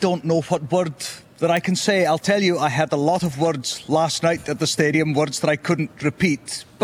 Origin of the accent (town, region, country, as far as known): Scotland, United Kingdom